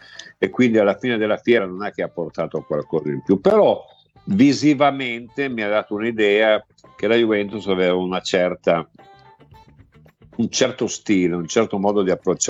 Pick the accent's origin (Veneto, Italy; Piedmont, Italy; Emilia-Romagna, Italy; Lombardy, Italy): Piedmont, Italy; io sono piemontese